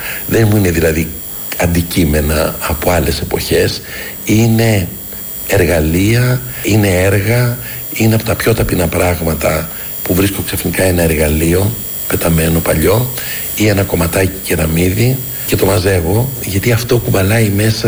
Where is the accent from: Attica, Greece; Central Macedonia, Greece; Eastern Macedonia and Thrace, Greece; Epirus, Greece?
Attica, Greece; Athens; Όταν ήμουν πολύ μικρό παιδάκι, έμεινα δίπλα σε ένα γήπεδο. Εκεί γεννήθηκα, στα Ηλίσια, στο γήπεδο ποδοσφαίρου του Ηλισιακού.